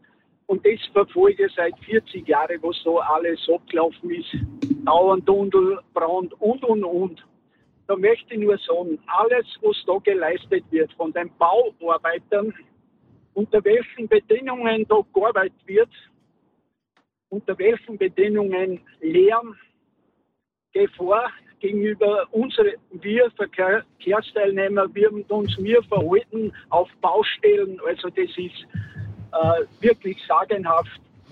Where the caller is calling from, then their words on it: Upper Austria, Austria; Ich bin aus Oberösterreich